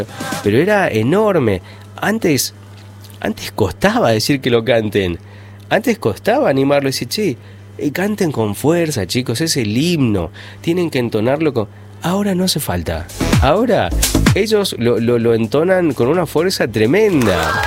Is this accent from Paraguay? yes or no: no; Argentina; porque somos argentinos y sentimos el país en el pecho, en la sangre.